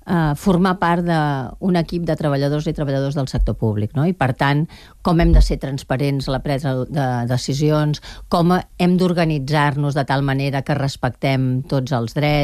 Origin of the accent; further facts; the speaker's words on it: Barcelona, Catalonia, Spain; jo soc de Nou Barris